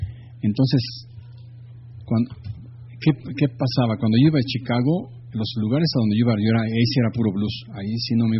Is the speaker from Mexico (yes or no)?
yes; Mexico; ¿por qué nos escuchamos diferente los mexicanos a los gringos